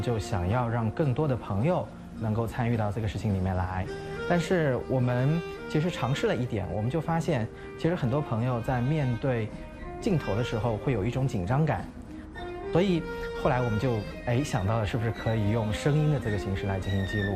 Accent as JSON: {"language": "Chinese", "town": "Wuxi", "region": "Jiangsu", "country": "China", "tie": "born or raised there", "said": "也是土生土长的无锡人。"}